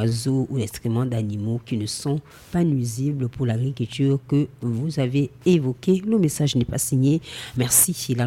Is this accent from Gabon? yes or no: yes; Gabon; Je suis un Gabonais, ma dignité de père, de famille est bafouée par la 5e République